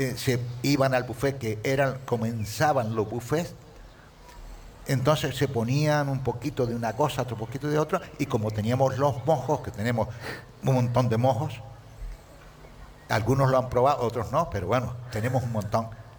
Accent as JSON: {"language": "Spanish", "region": "Canary Islands", "country": "Spain", "tie": "born there", "said": "hombre, yo soy nacido en Gran Canaria, ¿no? Pero cuando he venido aquí al sur hace 45 años"}